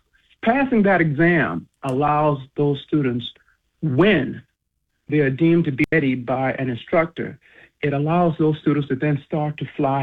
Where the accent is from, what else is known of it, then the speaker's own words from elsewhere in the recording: Edisto Island, South Carolina, United States; I'm originally from Edisto Island and I went to Baptist Hill High School